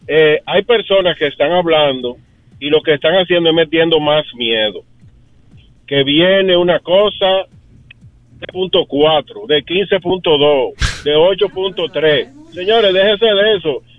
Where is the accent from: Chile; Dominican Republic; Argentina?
Dominican Republic; que estemos tranquilos como pueblo dominicano